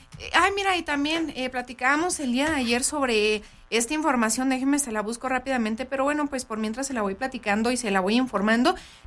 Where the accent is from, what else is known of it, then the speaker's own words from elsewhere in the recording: Mexico; México me representa totalmente porque soy mexicana y muy orgullosa